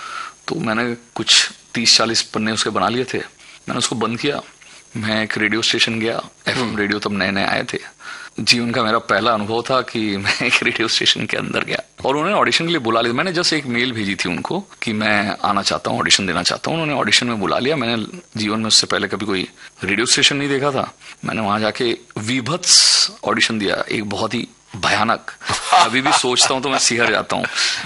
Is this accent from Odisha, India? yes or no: yes; Odisha, India; also born or lived in Bhilai; तब तक हम उड़ीसा शिफ्ट हो चुके थे भिलाई से, और ये बहुत छोटा सा गांव था, इसका नाम आता बिरा है।